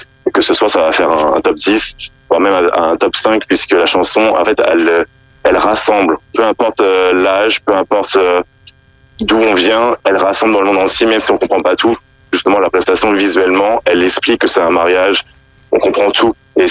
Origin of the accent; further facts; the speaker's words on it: France; je suis français, ouais, d'origine italienne